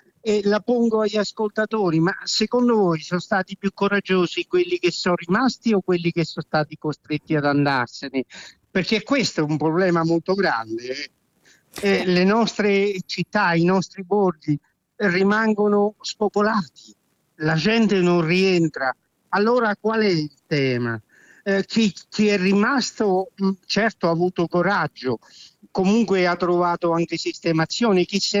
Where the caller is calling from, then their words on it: Castelraimondo, Marche, Italy; chiamo da Castel Raimondo, vicino Camerino, nelle Marche